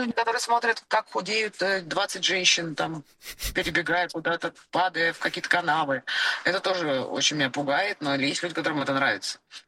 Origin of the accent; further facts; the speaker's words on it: Moscow, Russia; как москвич